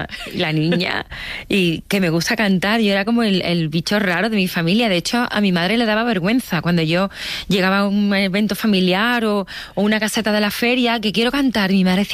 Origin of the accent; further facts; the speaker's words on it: Coria, Extremadura, Spain; en un concierto que yo hice hace como 3 años en mi pueblo, en Coria, yo no había cantado, a excepción de en las ferias de pequeña, ¿no?